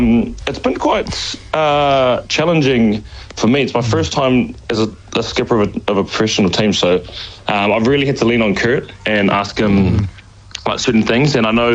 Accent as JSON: {"language": "English", "region": "Wellington", "country": "New Zealand", "lives_now": "Bay of Plenty, New Zealand", "said": "Like, I'm originally from Wellington, and coming into the Bay of Plenty, I realised how big it was"}